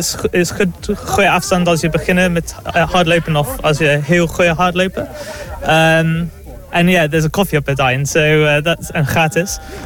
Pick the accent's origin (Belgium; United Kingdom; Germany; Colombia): United Kingdom; Wales; Dutch is a second language; moved away as an adult; now in Groningen, Netherlands; Ik kom uit Wales. So ik heb hier gestudeerd 10 jaar geleden.